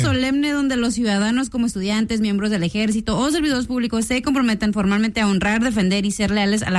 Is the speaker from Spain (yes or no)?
no; Mexico; Yo soy mexicana